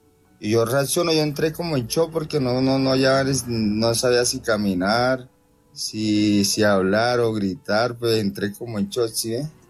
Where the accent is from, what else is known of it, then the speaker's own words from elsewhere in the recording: Curumaní, Cesar, Colombia; now in Ecuador; Yo soy de Curumaní, César, pero en este momento estoy en el Ecuador.